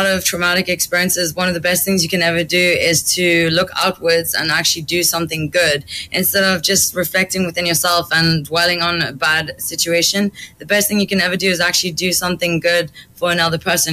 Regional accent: South Africa; born there; also born or lived in France; So we grew up in South Africa.

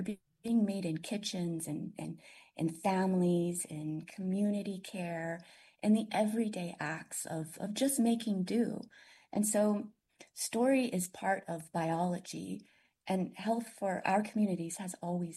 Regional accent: Tulsa, Oklahoma, United States; Yeah, so I grew up in Tulsa, and, you know, we lived outside of the reservation boundaries, so we weren't eligible for commodity foods.

